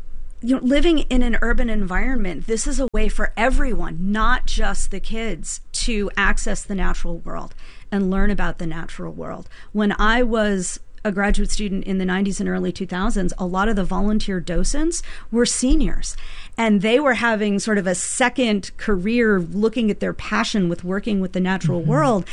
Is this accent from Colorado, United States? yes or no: no; New York, United States; moved away; growing up in New York